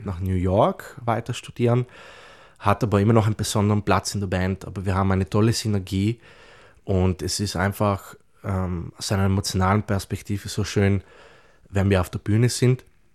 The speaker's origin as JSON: {"language": "German", "town": "Wolfsgruben", "region": "Trentino-Alto Adige", "country": "Italy", "tie": "born or raised there", "said": "Naturbilder drin, die ich aus meinem Heimatort genommen habe, weil Wolfsgruben ist für mich immer noch prägend."}